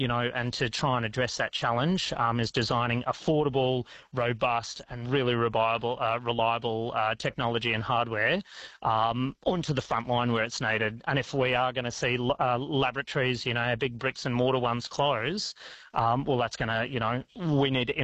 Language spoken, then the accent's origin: English; Australia; And we pour a lot of money, thank God, into Australian health services. And I'm so proud as an Australian